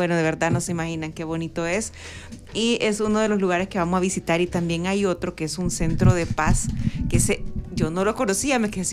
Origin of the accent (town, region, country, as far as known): El Salvador